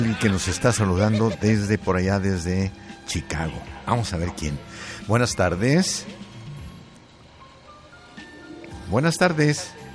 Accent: Zacatecas, Mexico; moved away

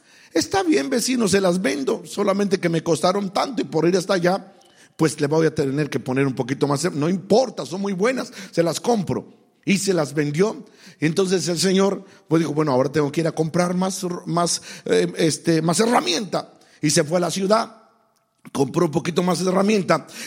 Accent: Mexico; en mi país, en mi México lindo y querido

